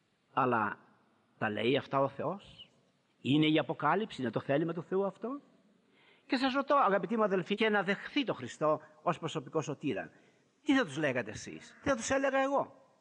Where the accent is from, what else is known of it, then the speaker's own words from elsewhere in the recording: Greece; born there; Το ότι γεννηθήκαμε στην Ελλάδα δεν είναι και αυτό τυχαίο.